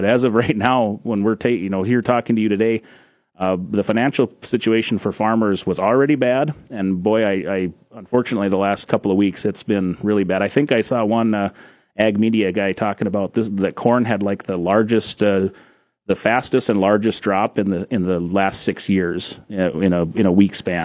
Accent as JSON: {"language": "English", "town": "Daisy", "region": "North Dakota", "country": "United States", "said": "I'm from Daisy, North Dakota, over in Barnes County"}